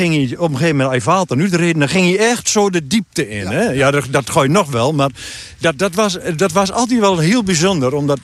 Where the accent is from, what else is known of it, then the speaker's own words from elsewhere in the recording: Klijndijk, Drenthe, Netherlands; ik kom dan van Klein Diek, oorspronkelijk.